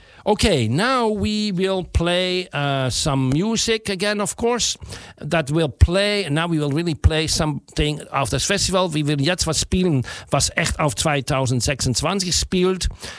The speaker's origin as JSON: {"language": "German", "country": "Netherlands", "second_language": "German", "said": "Weil der Punkt ist, du sprichst als Holländer doch lustig Deutsch für uns."}